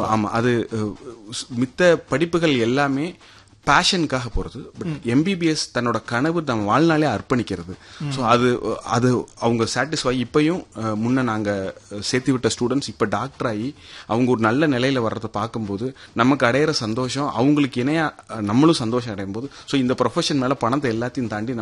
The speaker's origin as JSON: {"language": "Tamil", "town": "Palani", "region": "Tamil Nadu", "country": "India", "tie": "born or raised there", "said": "Basically என் சொந்த ஊர் பழனி."}